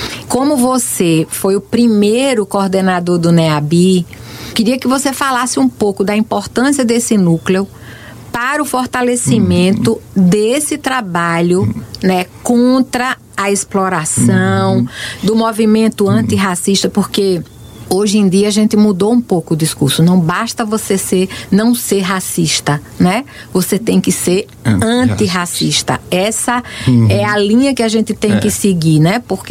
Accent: Brazil

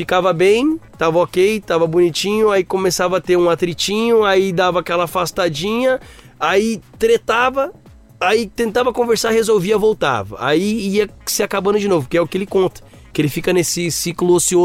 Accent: Feira de Santana, Bahia, Brazil; Eu sou de Feira de Santana.

